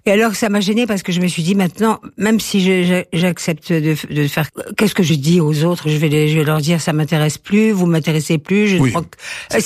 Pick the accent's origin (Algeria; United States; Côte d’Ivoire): Algeria; moved away as an adult; now in Paris, France; j'ai fait mes études en Algérie